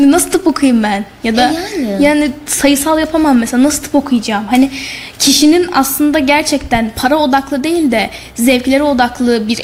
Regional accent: Kayseri, Turkey; accent: Kayseri dialect

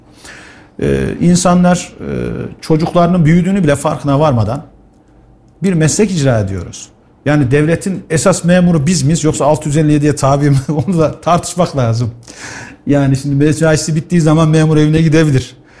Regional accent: Kayseri, Turkey; also born or lived in Şarkışla, Sivas; Ben 1977 Sivas Şarkışı'da doğumluyum. Babamın kamu görevi nedeniyle Kayseri'de yerleşmişiz.

